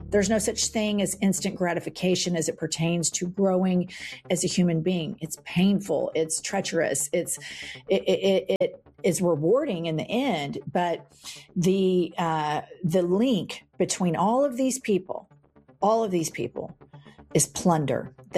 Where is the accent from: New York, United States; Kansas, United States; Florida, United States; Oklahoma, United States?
Oklahoma, United States; Oklahoma City; my life growing up in Oklahoma City.